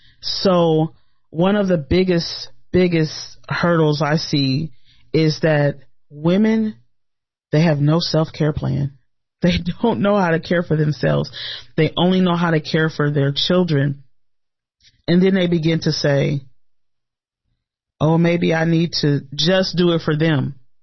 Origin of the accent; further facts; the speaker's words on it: Omaha, Nebraska, United States; I grew up right here in Omaha, right in North Omaha. Born and raised, I'm 49 years old, and so I've been here for 49 years.